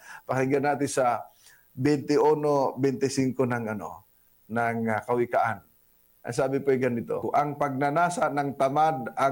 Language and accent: Tagalog; Visayas, Philippines; doon sa amin sa Bisaya